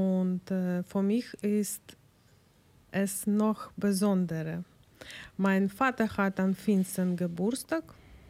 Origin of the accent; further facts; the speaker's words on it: Ukraine; Und Julia, weißt du, wie bei uns in der Ukraine, was machen wir in diesem Tag?